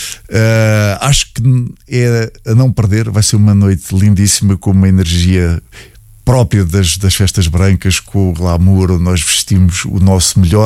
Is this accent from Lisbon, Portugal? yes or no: yes; Lisbon, Portugal; now in Caldas da Rainha, Portugal; eu, agora sendo caldense, já vivo aqui nas Caldas há uns anos, mas sou lisboeta de nascença e cresci lá.